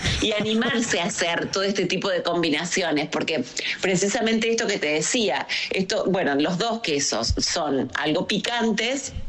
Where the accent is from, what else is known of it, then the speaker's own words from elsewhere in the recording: Argentina; Hay, por supuesto, la mayoría, sin lugar a dudas, somos argentinos